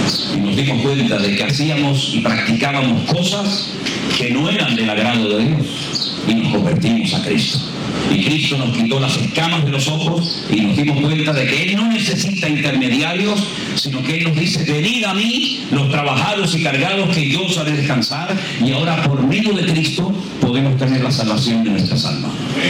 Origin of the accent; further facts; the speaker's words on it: Caracas, Capital District, Venezuela; born there; yo nací en Caracas, por lo tanto tengo la misma autoridad tuya como latino